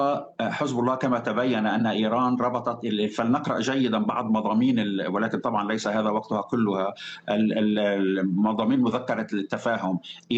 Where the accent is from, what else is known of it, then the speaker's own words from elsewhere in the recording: Lebanon; الا عندنا في لبنان تصبح المقاومه عندما تقاوم هي في موقع المبادره.